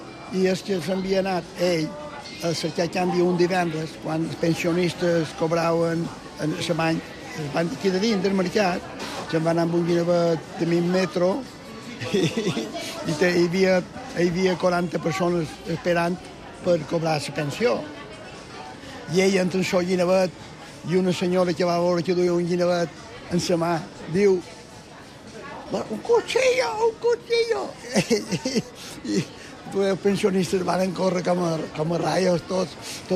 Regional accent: Palma, Balearic Islands, Spain; born there; Jo vaig néixer en el Matadero. M'entén, ma mare pelava peus i jo em fotien a dins un meritxanota i em tiraven un racó. Això és així. Quan vaig començar a caminar, ma mare pelava peus i jo estava a 50 metres de la nave dels xocs, de l'escorxó de Palma.

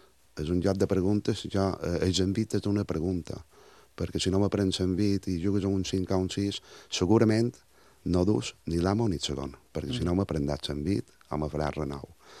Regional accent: Montuïri, Balearic Islands, Spain; born or raised there

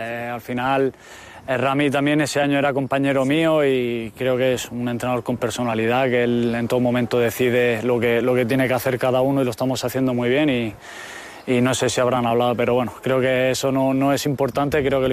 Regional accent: Granada, Andalusia, Spain; born there; also born or lived in Ibiza; yo nací en Granada, vuelvo al sitio donde nací, que es mi tierra junto con Ibiza.

